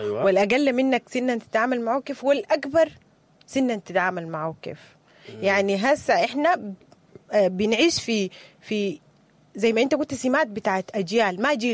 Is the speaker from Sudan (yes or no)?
yes; Sudan; إحنا كسودانيين